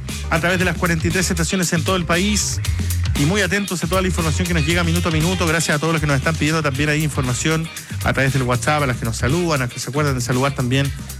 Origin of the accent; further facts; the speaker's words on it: Punta Arenas, Magallanes, Chile; Ir a ver a Magallanes, Punta Arenas, lindo lugar. Mi ciudad natal.